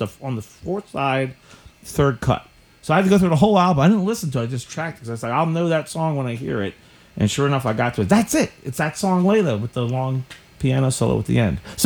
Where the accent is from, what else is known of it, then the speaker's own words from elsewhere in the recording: Norristown, Pennsylvania, United States; born there; we're an American band, and … I, when we lived in Norristown, Pennsylvania, we shared a room